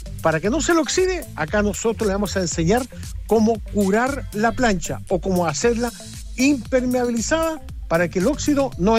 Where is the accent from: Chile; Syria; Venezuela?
Syria; moved away; porque ellos son palestinos, nosotros somos sirios, pero somos hermanos de la misma tribu, de la misma familia árabes